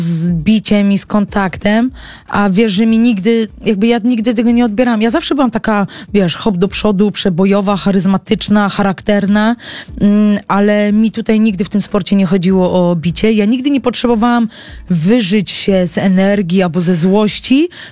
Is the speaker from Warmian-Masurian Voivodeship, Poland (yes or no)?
yes; Olsztyn, Warmian-Masurian Voivodeship, Poland; Ja jestem z Olsztyna